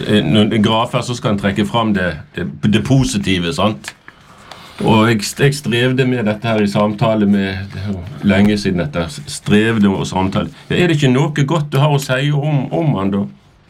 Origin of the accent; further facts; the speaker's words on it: Bergen, Vestland, Norway; born there; Jeg er født i Bergen.